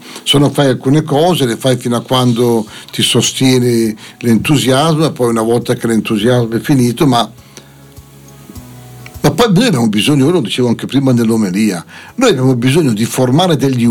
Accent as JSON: {"language": "Italian", "town": "Castelnuovo Bozzente", "region": "Lombardy", "country": "Italy", "tie": "born there", "also_born_or_lived": "Appiano Gentile", "said": "nel mio paesello piccolo, 600 abitanti, Castelnuovo Bozzente."}